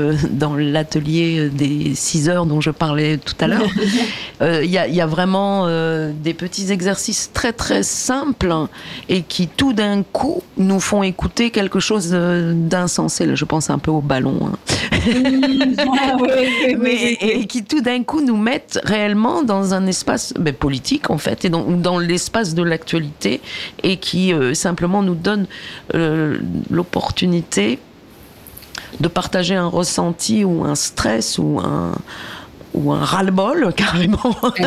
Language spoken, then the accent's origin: French; France; parce que ici, chez nous, en France